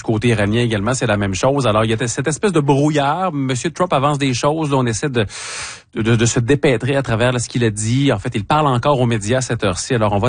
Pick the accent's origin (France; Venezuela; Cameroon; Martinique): Cameroon; Mon pays d'origine, c'est le Cameroun